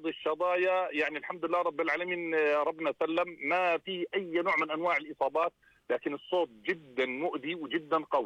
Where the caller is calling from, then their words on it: Aqaba, Aqaba Governorate, Jordan; عندنا في العقبة.